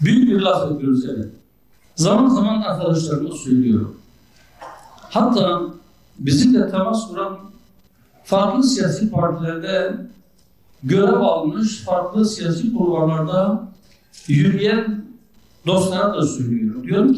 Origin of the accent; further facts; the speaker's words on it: Batman, Batman Province, Turkey; Ben buradan, memleketimden